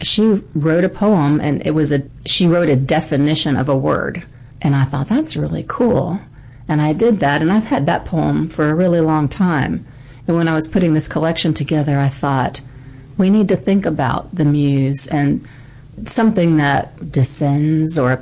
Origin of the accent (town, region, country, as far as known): Florida, United States